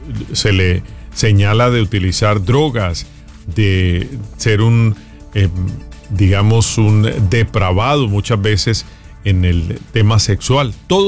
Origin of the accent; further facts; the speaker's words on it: Colombia; mi país, Colombia.